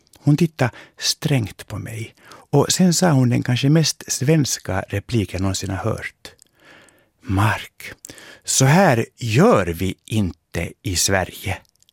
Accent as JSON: {"language": "Swedish", "country": "Finland", "said": "Men, invände jag är ju finlandssvensk. Jag kan inte ens finska, jag kan bara svenska."}